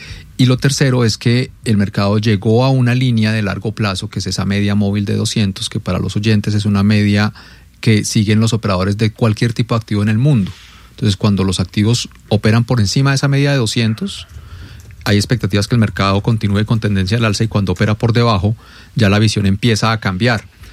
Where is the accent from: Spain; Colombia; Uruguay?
Colombia; nosotros deberíamos como colombianos